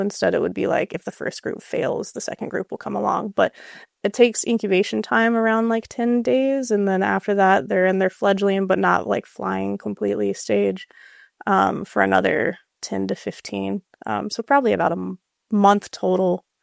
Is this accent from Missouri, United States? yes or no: no; Washingtonville, New York, United States; I am a Hudson Valley native. I grew up in Washingtonville, New York, and Orange County, across the river